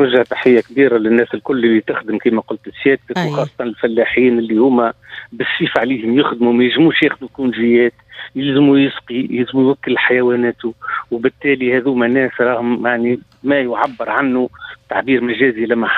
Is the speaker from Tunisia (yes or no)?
yes; Tunisia; عندنا في تونس